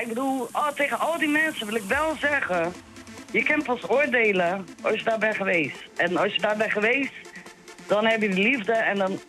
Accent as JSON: {"language": "Dutch", "town": "Rotterdam", "region": "South Holland", "country": "Netherlands", "said": "ik kom zelf uit Rotterdam"}